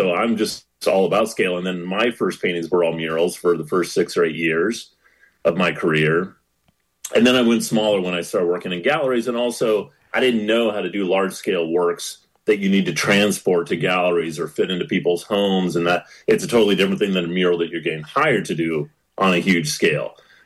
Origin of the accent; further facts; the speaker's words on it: West Coast, United States; And then the color part really probably comes mostly from growing up on the West Coast.